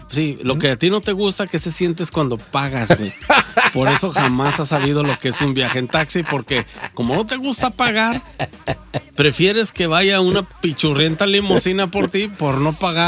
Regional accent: Jalisco, Mexico; Y piensan que soy de allá del Cerro Bajado, y sí soy del Cerro Bajado a mucha honra

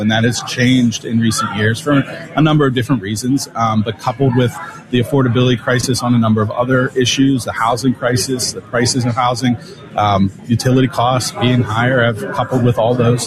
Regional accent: Pennsylvania, United States; Yeah, I was born and raised in the Monongahela Valley, which was actually the center of the steel industry in the country and in the world for a long time.

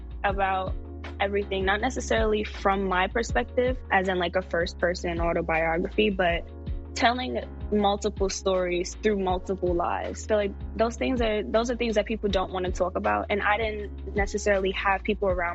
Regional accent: New York, United States; now in Atlanta, United States; Just growing up in the projects, just being a kid in that neighborhood, you see a lot. You're exposed to a different part of life. And I would say life in New York, it was

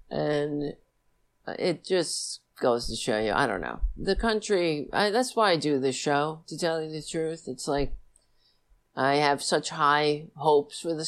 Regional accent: New York City, New York, United States; After the attack, I served this country in uniform after witnessing the towers fall in my hometown, and I felt like I needed to do something to help.

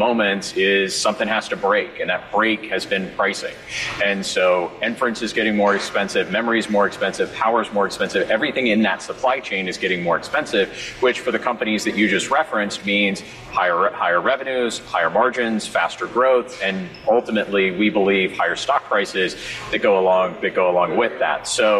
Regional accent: Alabama, United States; There's a data center Paul referenced, my home state of Alabama.

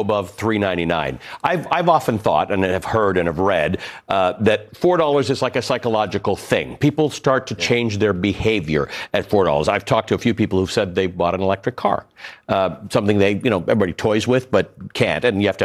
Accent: Canada; moved away; my home country, Canada

